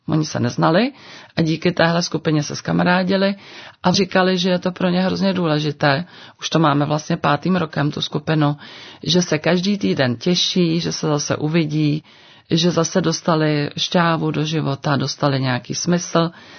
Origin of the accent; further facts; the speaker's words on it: Plzeň, Plzeň Region, Czechia; já pocházím z Plzně